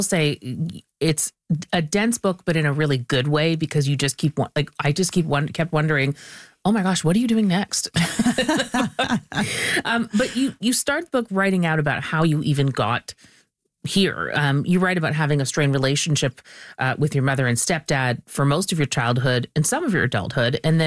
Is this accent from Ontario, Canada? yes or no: no; Quebec, Canada; I'm from Quebec